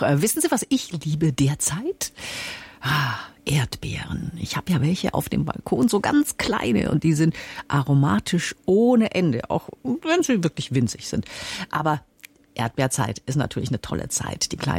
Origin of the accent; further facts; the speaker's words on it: Bavaria, Germany; Also ich bin ja aus Unterfranken, aber ehrlich gesagt, das kannte ich auch noch nicht.